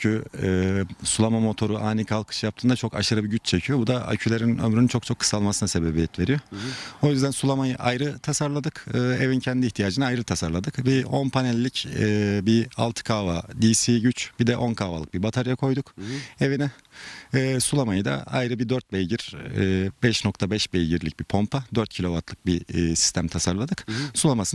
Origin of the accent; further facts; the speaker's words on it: Mersin, Turkey; Benim kendi memleketim.